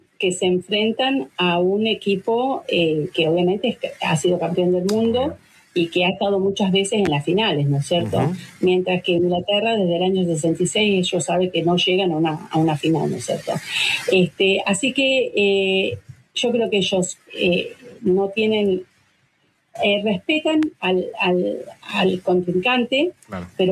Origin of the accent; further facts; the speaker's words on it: Argentina; moved away as an adult; also born or lived in Buenos Aires; now in Sheffield, United Kingdom; Vengo de un país donde el fútbol se juega con las manos. Y todos me decían, argentino.